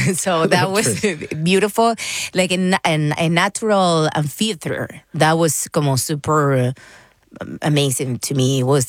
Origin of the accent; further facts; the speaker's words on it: Argentina; And I'm from Argentina